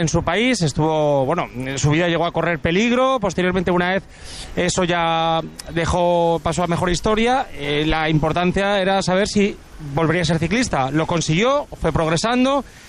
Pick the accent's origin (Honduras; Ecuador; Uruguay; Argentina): Honduras; now in Sabadell, Spain; Sí, soy de Honduras y vivo